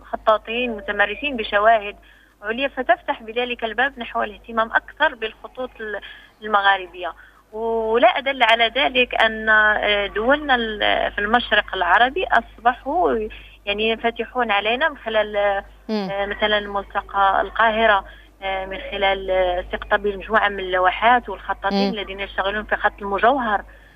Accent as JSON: {"language": "Arabic", "country": "Morocco", "said": "أنا باعتباري أنا من المغرب"}